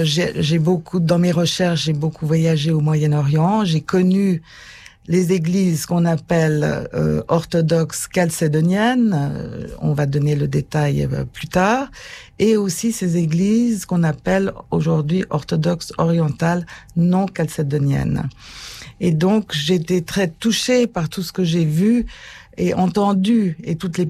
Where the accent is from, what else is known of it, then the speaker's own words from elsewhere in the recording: Geneva, Switzerland; malgré mon nom très français et parisien, je suis d'origine genevoise et donc protestante, mais ma famille était à Genève depuis le début du XIVe siècle.